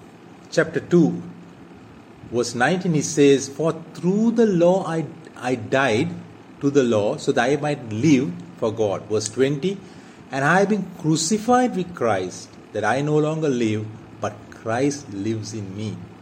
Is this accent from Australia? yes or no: no; Colombo, Western Province, Sri Lanka; I am from Sri Lanka. The congregation that I belong to is in Colombo, Sri Lanka.